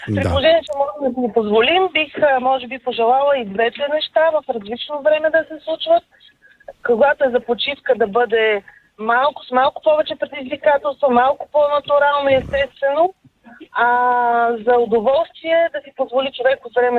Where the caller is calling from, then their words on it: Sofia, Sofia City, Bulgaria; съм от София.